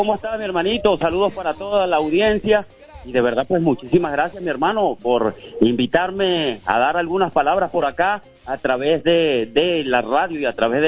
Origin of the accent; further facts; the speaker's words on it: Santa Apolonia, Mérida, Venezuela; del municipio Tulo Febres Cordero, del estado de Mérida, en mi pueblo Santa Polonia.